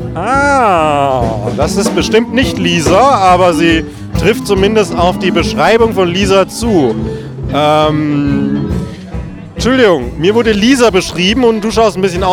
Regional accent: Würzburg, Bavaria, Germany; now in Leipzig, Germany

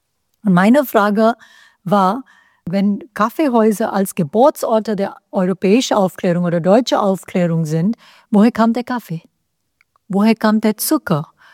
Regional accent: India; first language Hindi; German is a second language; Meine erste Sprache ist Hindi. Und es ist interessant, dass auf Hindi das Wort für gestern ist dasselbe wie das Wort für morgen, kal.

